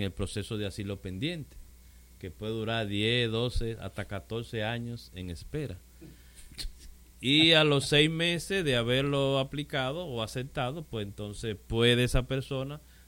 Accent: Dominican Republic; mayormente somos más los dominicanos.

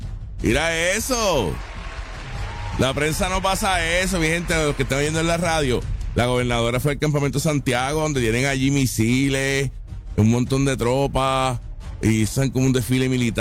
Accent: Puerto Rico

